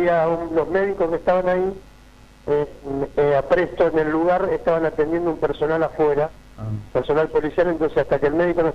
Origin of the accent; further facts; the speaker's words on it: Rosario, Santa Fe, Argentina; soy un rosarino de pura cepa